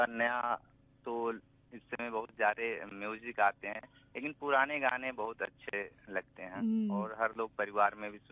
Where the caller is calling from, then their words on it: Varanasi, Uttar Pradesh, India; हम तो बनारस से ही हैं।